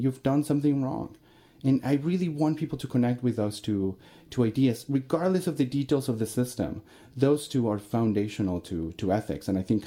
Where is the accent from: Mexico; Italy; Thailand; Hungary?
Mexico; Mexico City; moved away as an adult; now in United States; I'm originally from Mexico City. I lived there for the first 19 years of my life, then decided I wanted to come to the U.S. to study college, to do college